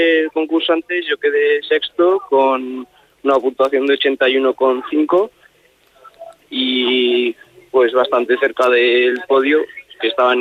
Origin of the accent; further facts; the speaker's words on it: Tarazona, Aragon, Spain; abrir mi restaurante en Tarazona, que es de donde soy.